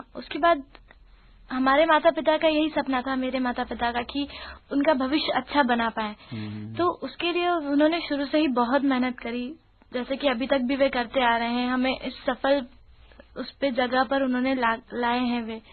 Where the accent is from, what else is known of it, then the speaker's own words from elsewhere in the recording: Indore, Madhya Pradesh, India; born there; इंदौर में ही मेरा जन्म हुआ है